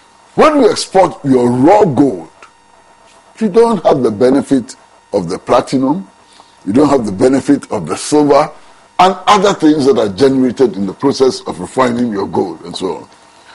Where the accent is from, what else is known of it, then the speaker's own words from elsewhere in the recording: Ghana; I felt so proud as a Ghanaian.